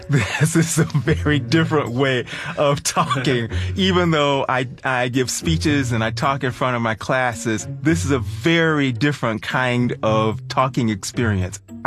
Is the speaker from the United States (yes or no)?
yes; Texas, United States; now in Boston, United States